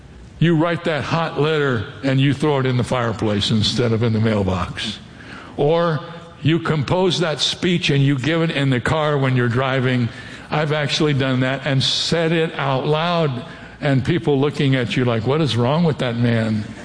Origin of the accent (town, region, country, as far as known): Ohio, United States; born or raised there